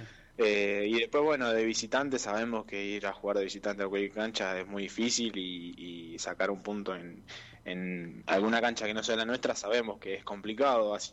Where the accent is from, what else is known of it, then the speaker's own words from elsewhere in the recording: Viedma, Río Negro, Argentina; born there; moved away as an adult; ahí en Viedma, yo soy de ahí, para claro. Que saben, yo soy nacido ahí en Viedma, claro.